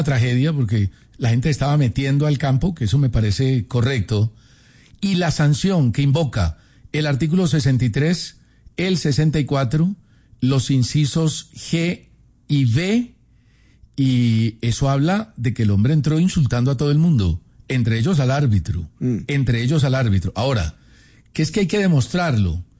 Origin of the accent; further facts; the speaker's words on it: Colombia; porque somos colombianos.